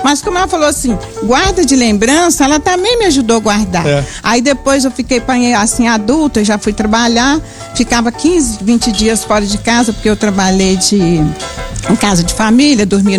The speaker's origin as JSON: {"language": "Portuguese", "area": "Itapemirim", "region": "Espírito Santo", "country": "Brazil", "tie": "born or raised there", "said": "Eu sou de Iriri, Timirim, Espírito Santo. Sou capixaba de pai e mãe."}